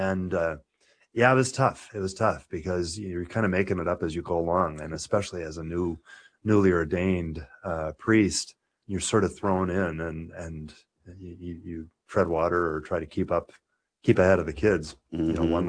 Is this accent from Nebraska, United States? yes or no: yes; Nebraska, United States; also born or lived in Lincoln, Nebraska; Because I grew up in the Archdiocese of Omaha.